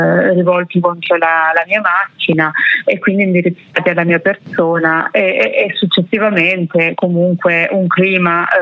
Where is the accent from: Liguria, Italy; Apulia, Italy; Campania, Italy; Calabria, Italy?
Calabria, Italy; Cinquefrondi; lei viveva a Laureana di Borrello e io sono di Cinquetroni